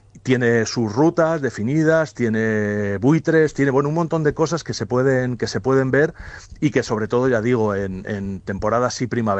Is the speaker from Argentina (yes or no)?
no; Salamanca, Castile and León, Spain; yo soy de Salamanca, que soy el ilustrador